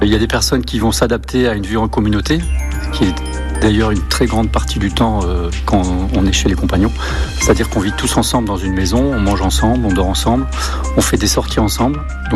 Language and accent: French; Hauts-de-France, France; moved away as an adult; Je suis allé à York en Angleterre pendant un an, à La Réunion, je suis revenu dans la Somme. Et finalement, je suis revenu dans le Nord, ma région natale.